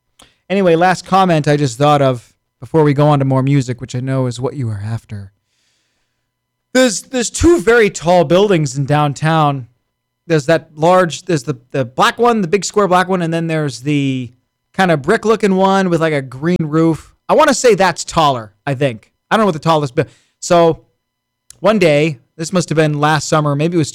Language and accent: English; Manchester, New Hampshire, United States; I am from Manchester